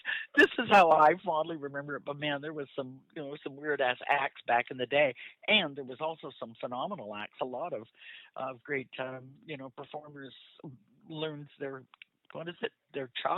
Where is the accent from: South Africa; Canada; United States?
Canada; Vancouver, British Columbia; I grew up on Kit's pool because I grew up in Kit's.